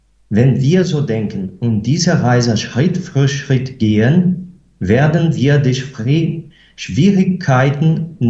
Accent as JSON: {"language": "German", "country": "Brazil", "said": "ich bin Brasilianer."}